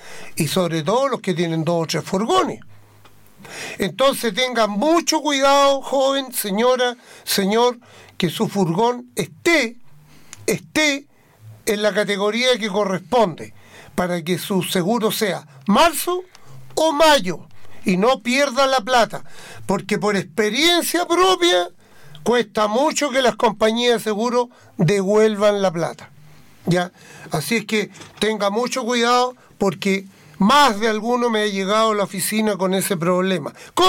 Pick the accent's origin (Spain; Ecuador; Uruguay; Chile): Chile; somos chilenos